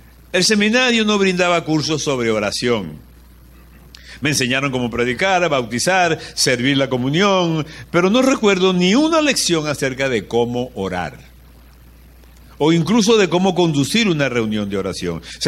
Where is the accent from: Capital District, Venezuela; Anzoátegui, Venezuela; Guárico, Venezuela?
Capital District, Venezuela; Caracas; buenos días, hermano … yo vengo de Caracas y vengo a hablarles de la oración.